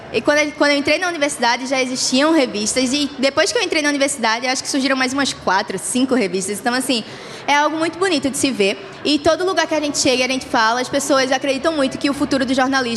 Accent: Pernambuco, Brazil; o meu estado, eu estou conhecendo as pessoas que fazem o meu estado, eu estou conhecendo o lugar de onde eu venho

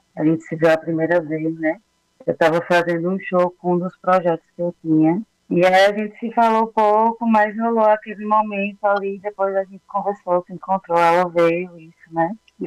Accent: Brejão, Pernambuco, Brazil; sou daqui de Brejão, do interior, do Agreste. Uma cidade bem pequenininha.

